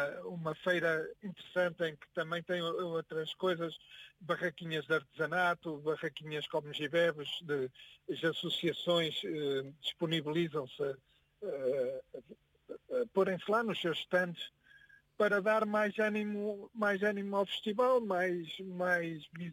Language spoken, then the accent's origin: Portuguese; Ovar, Aveiro, Portugal; Sou de Alvar. Orgulhoso de Alvar.